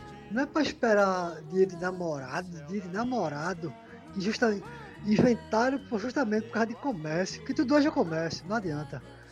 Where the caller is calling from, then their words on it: Pernambuco, Brazil; Barra de Afogados.